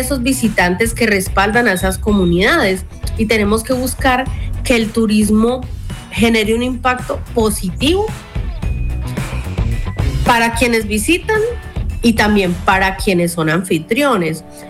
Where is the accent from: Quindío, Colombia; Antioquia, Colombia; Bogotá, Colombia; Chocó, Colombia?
Quindío, Colombia; Pijao; Yo soy pijaense